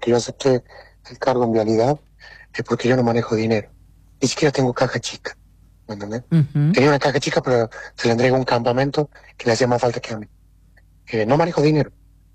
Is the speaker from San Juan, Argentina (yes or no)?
no; La Rioja, Argentina; me crié en La Rioja escuchando de obras que empiezan y no terminan.